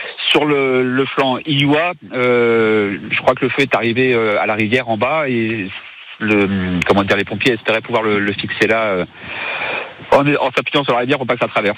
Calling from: Boulternère, Occitanie, France; Ah ben moi je suis à Boulternère sur les hauteurs en face

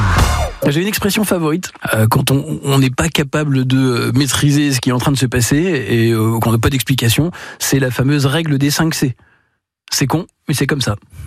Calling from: Grand Est, France; Je sais que je suis champenois, mais parce que j'habite à Germaine et que tous les jours je passe dans la forêt pour rejoindre Reims.

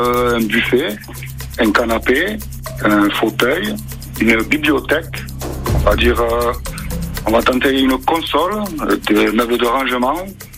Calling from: Prades, Occitanie, France; De Prades, chez moi.

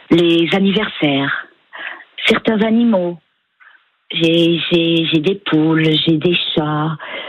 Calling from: Puéchabon, Occitanie, France; Je suis à Puy-Chabon, un petit village dans la vallée de l'Hérault.

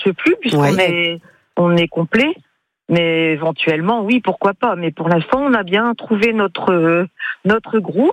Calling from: Roncq, Hauts-de-France, France; nous, on est de Roncq

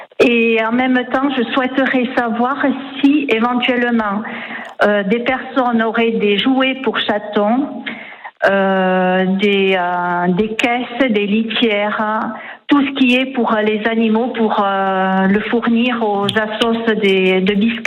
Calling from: Roquefort, Nouvelle-Aquitaine, France; je me trouve à Roquefort, 9 ouais. place Gaston Lasserre.

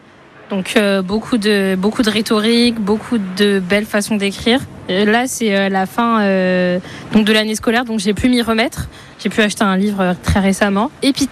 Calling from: Tours, Centre-Val de Loire, France; je viens de Tours.

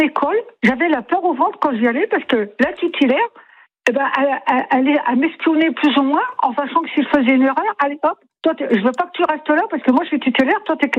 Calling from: Toulouse, Occitanie, France; Je suis à Toulouse, donc voilà. J'étais à Toulouse à l'époque.

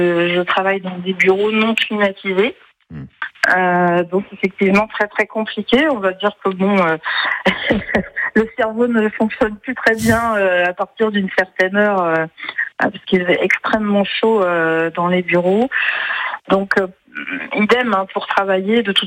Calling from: Nantes, Pays de la Loire, France; Nantes, enfin, Saint-Pierre-Blain

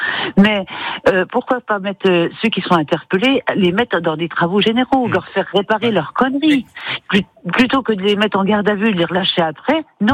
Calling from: Vittel, Grand Est, France; Je suis de Vittel, oui.

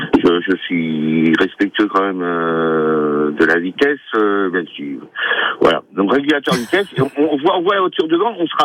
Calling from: Terrasson-Lavilledieu, Nouvelle-Aquitaine, France; Bah, j'habite Terrasson, mais là, je suis à Népoul, en fait. J'habite Terrasson et je travaille en Corrèze

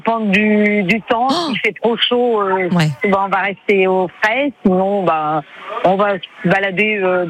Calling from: Caen, Normandy, France; on habite à Caen, près de Caen.

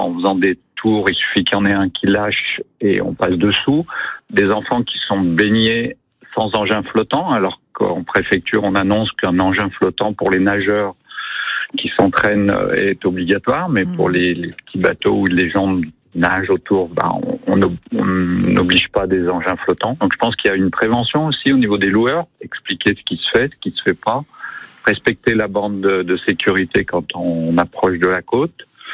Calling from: Le Montcel, Auvergne-Rhône-Alpes, France; Oui, je suis au Moncel

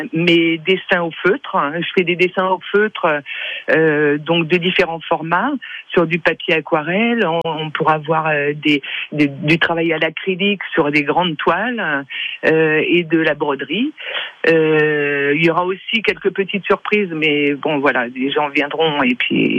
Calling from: Nérignac, Nouvelle-Aquitaine, France; J'habite à Nérignac, qui est une petite commune du sud Vienne.

